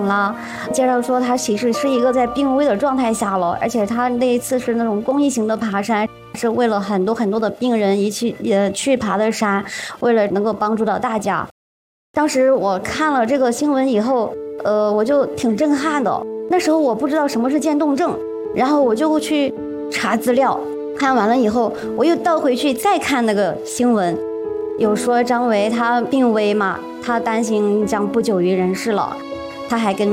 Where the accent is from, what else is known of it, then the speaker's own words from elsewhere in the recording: Guizhou, China; 我说我是贵州的一个小姐姐